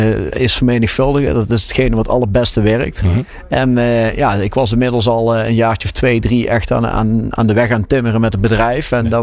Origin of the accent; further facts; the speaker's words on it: Mierlo, North Brabant, Netherlands; En ik ben geboren getogen in Mierlo.